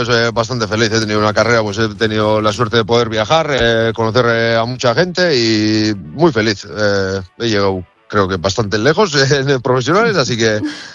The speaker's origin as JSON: {"language": "Spanish", "town": "Markina-Xemein", "region": "Basque Country", "country": "Spain", "tie": "born or raised there", "said": "yo también vengo de Markina, que es un pueblo pues que está muy unido a la cesta punta. Medio pueblo es americano."}